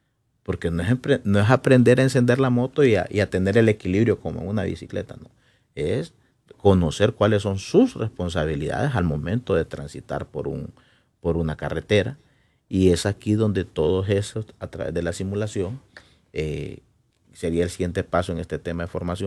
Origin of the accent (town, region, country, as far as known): Honduras